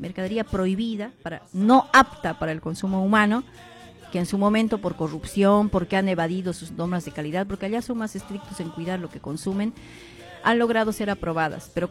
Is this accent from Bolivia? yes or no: yes; Bolivia; now in Argentina; nosotros, como comunidad boliviana en Argentina